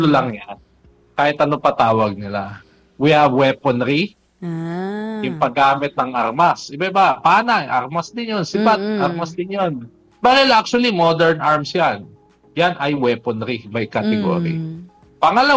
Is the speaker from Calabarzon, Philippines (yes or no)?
yes; Cainta, Calabarzon, Philippines; since taga-Kainta ako, taga-Kainta Rizal